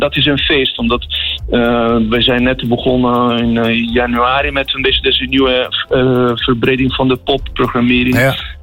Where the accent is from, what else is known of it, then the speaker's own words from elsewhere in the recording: Italy; now in Netherlands; Ik kom zelfs uit Italië. Ik woon heel lang in Nederland